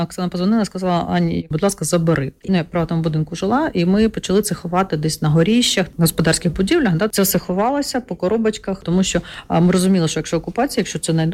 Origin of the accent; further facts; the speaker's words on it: Tyumen Oblast, Russia; also born or lived in Kramatorsk, Ukraine; Я народилася в Краматорську, коли мені було 5 років, мої батьки поїхали в Тюменську область на заробітки. І, відповідно, забрали мене туди. 9 класів, закінчувала в школі там.